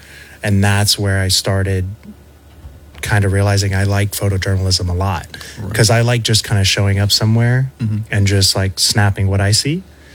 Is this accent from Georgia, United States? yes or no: no; New Iberia, Louisiana, United States; So I grew up in New Iberia, Louisiana, more specifically Cotto, Louisiana.